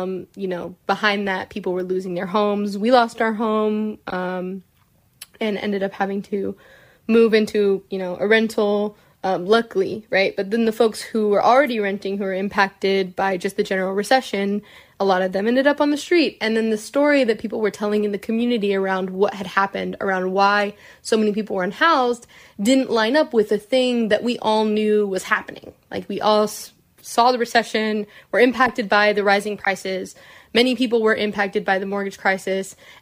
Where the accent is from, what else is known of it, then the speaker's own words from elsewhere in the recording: Hemet, California, United States; I grew up in the Inland Empire. I'm from Hemet.